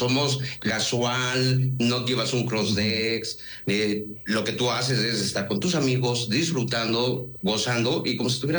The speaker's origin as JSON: {"language": "Spanish", "country": "Mexico", "said": "Es un poco de la gastronomía mexicana, de lo que nosotros como mexicanos y hoy en Mérida, hoy en día, creamos maravillas, ¿no?"}